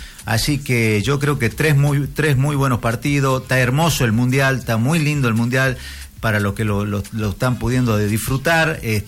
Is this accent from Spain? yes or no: no; Argentina